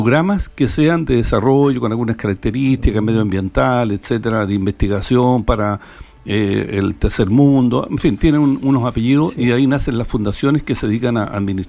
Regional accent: Chile; estamos en Chile, somos chilenos.

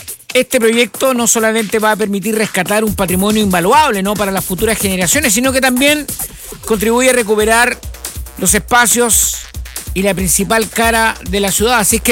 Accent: La Serena, Coquimbo, Chile; Para quienes somos de La Serena.

